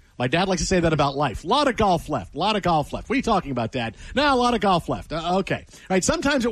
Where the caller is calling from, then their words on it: Sioux Falls, South Dakota, United States; I'm just a golf fan. I'm watching from Sioux Falls.